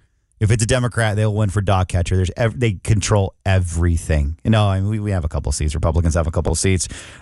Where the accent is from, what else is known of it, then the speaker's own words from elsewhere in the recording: California, United States; I'm from Central California, and it is it's pretty blue in California.